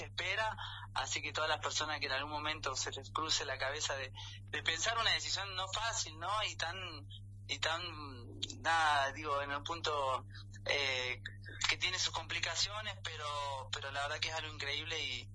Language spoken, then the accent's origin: Spanish; San José de Jáchal, San Juan, Argentina; now in Guadalajara, Mexico; Realmente pasó una infancia, eso es lo que tiene lindo Hachal, que es muy muy puro en ese lado de una infancia totalmente pura, ¿no? Realmente creo que me tocó vivir eso, y la verdad que después, bueno, de la vida nos fuimos al